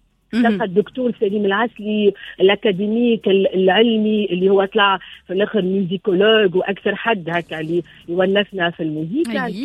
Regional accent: Sousse, Sousse Governorate, Tunisia; احنا سوسي

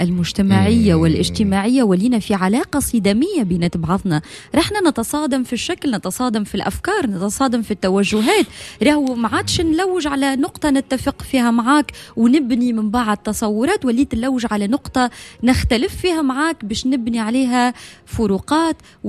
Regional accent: Tunisia; احنا توانسة

